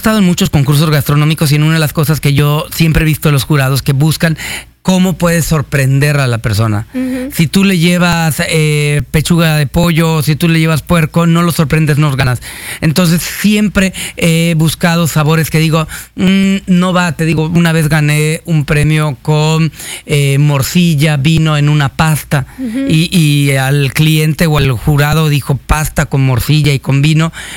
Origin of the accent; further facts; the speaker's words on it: Yucatán, Mexico; como los yucatecos tenemos en mente cuando en muchas épocas teníamos muy mala carne